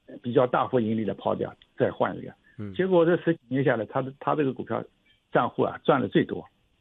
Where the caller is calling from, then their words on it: Hangzhou, Zhejiang, China; 我是杭州的